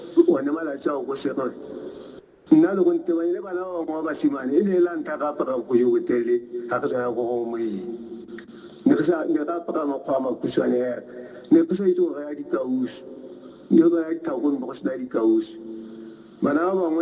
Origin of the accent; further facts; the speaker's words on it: Serowe, Central District, Botswana; We were both born and brought up in Sehowe, Saramabisaka.